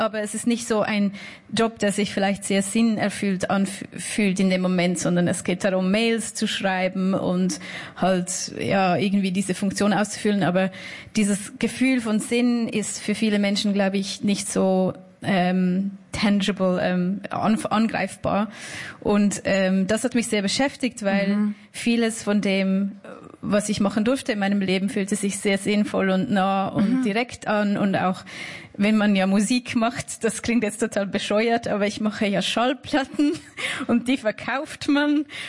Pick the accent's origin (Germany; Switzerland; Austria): Switzerland; accent: Swiss German; Schweizerdeutsch spreche, man merkt es wahrscheinlich schon an meinem Akzent